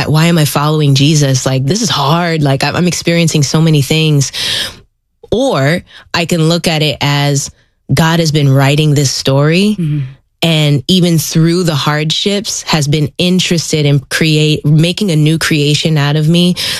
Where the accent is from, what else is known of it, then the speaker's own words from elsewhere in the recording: Philippines; also born or lived in Puerto Rico; Like, I'm a Filipino, I'm a Puerto Rican.